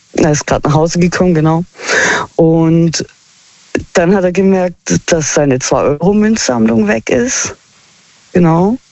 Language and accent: German; Heilbronn, Baden-Württemberg, Germany; Aus Heilbronn.